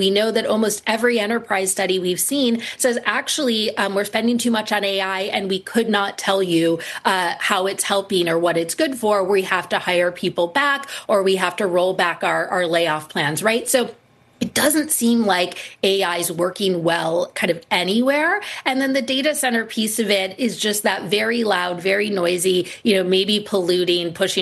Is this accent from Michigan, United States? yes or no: yes; Michigan, United States; I'm from Michigan, where there's been a lot of this, outrage.